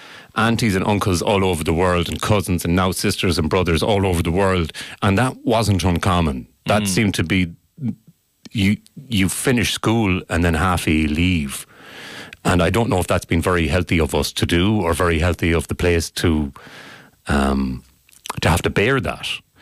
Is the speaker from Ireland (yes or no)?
yes; Connacht, Ireland; moved away as an adult; also born or lived in California; now in London, United Kingdom